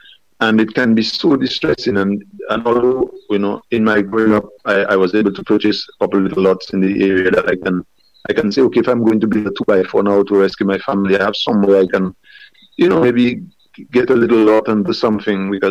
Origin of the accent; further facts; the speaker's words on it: Kalinago Territory, Dominica; I'm from the Kalinago territory, and I am living the struggle.